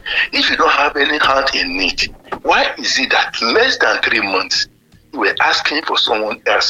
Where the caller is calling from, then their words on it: Nigeria; from Olugbe area.